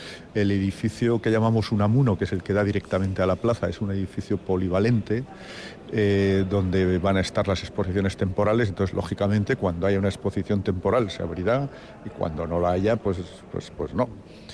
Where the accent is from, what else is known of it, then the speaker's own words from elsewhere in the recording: Navarre, Spain; also born or lived in Catalonia; Yo soy catalán, aunque recriado en Navarra y por lo tanto, pues ya navarro.